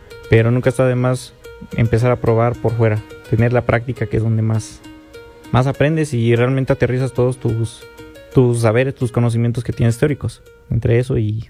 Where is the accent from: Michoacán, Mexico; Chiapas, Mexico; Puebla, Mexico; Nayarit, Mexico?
Puebla, Mexico; Chignahuapan; Soy de Chignahuapan, Puebla